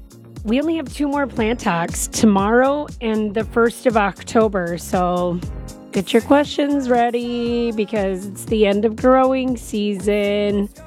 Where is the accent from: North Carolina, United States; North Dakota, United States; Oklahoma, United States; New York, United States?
North Dakota, United States; Bismarck; You know, someone that I am familiar with growing up in Bismarck.